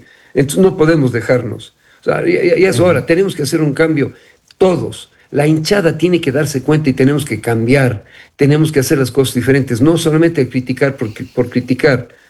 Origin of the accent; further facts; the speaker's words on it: Cuenca, Azuay, Ecuador; somos cuencanos y vivimos acá